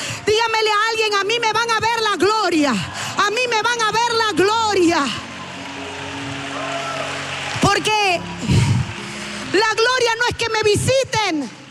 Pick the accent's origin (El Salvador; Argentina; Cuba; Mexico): Cuba; accent: Cuban; se me zafó el cubano